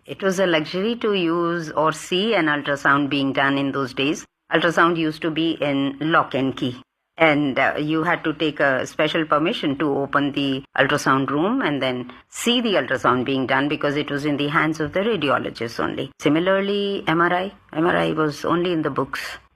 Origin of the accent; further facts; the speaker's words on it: Delhi, India; Yeah, I was born in Delhi and I'm a pure Delhiite. I was born here, I was educated here, I did my MBBS here, I did my post-graduation here